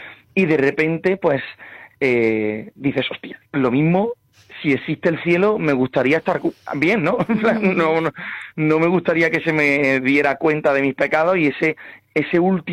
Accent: Andalusia, Spain; Y como actor español, ¿no? Como actor andaluz, pues siempre me ha llamado la atención

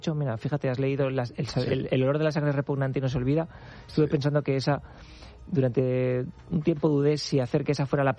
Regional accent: La Rioja, Spain; also born or lived in Zaragoza; now in San Sebastián, Spain; Soy riojano, ejercía en Zaragoza, pero llevo 5 años en San Sebastián.

